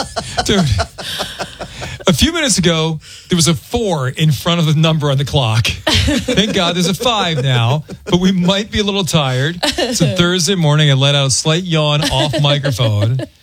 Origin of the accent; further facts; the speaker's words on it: Ireland; I'm Irish, very white.